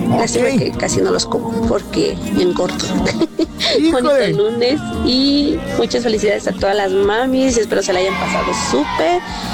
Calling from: San José El Vidrio, State of Mexico, Mexico; de San José El Vidrio, escuchándolos aquí al 103.7.

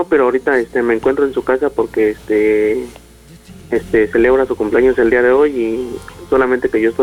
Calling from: Chimalhuacán, State of Mexico, Mexico; De aquí, de Chimalhuacán.

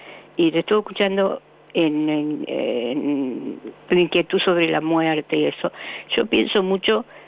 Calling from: Buenos Aires, Argentina; De Cava, capital, Belgrano.

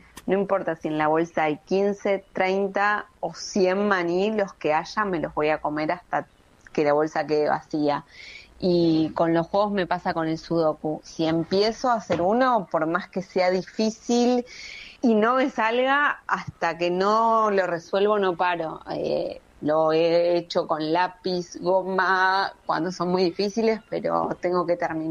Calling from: Buenos Aires, Argentina; de Paternal.

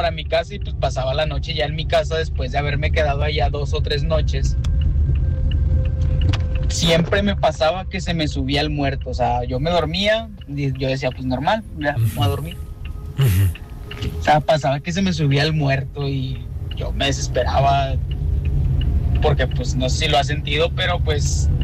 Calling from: Apodaca, Nuevo León, Mexico; yo vivo en Apodaca

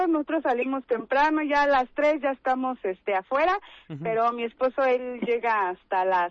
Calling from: Cuautitlán Izcalli, State of Mexico, Mexico; Pautitlán Izcalli.

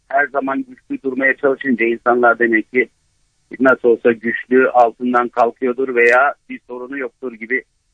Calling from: Bursa, Turkey; Bursa'dan arıyorum.

